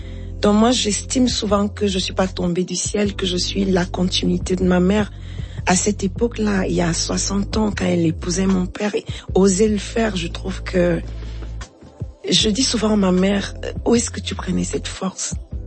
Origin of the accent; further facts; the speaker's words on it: Cameroon; Chez les Béti, chez nous, au Cameroun, on va dire l'onkul.